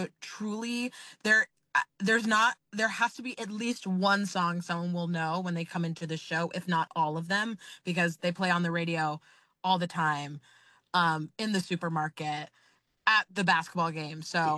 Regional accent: Maplewood, New Jersey, United States; also born or lived in South Orange / West Orange; now in New York City, United States; So I grew up in Maplewood, and then I moved to South Orange, and then I moved to West Orange. And yeah, and now I live in New York City.

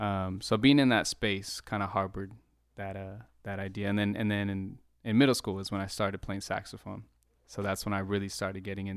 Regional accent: Arizona, United States; also born or lived in California; Like I grew up, went to high school in Arizona and college out there, so I spent some time there, and I have family in LA, so spent some time in California.

